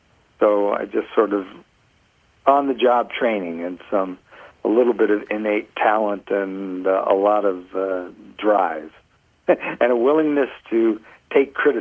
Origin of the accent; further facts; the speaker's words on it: Queens, New York, United States; also born or lived in Stamford, Connecticut; now in Marblehead, United States; I was born in Queens, New York. Most of my life up through high school was spent in Roslyn, Long Island, Queens, New York, and Stamford, Connecticut, all within a couple of miles of the ocean.